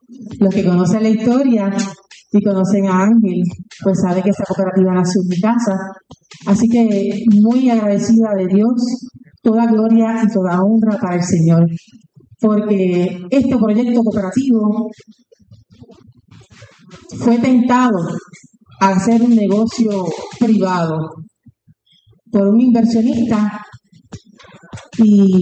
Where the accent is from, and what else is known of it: Puerto Rico